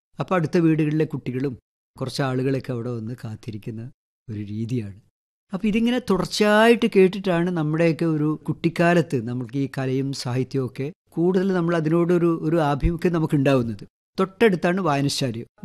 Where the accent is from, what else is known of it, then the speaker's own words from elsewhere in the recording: a village in Kannur district, Kerala, India; ഞാൻ ജനിച്ചു വളർന്നത് കണ്ണൂർ ജില്ലയിലെ ഒരു കുഗ്രാമത്തിലാണ്.